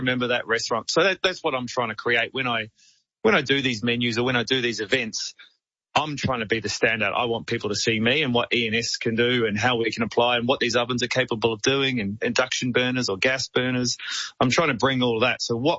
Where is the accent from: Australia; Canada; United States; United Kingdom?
Australia; So I don't really know if it's, Italian or is it Greek or is it just me playing around and being an Aussie?